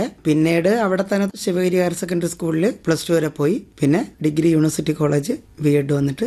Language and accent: Malayalam; Thiruvananthapuram district, Kerala, India; also born or lived in Varkala; എന്റെ സ്വദേശം തിരുവനന്തപുരം ജില്ലയിലെ വാഴമുട്ട കോവളത്തിനടുത്ത്.